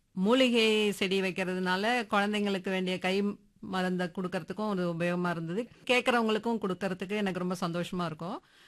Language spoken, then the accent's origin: Tamil; Thiruvanaikaval, Tamil Nadu, India; born there; நம்ம திருவானைக்காவல் தான்.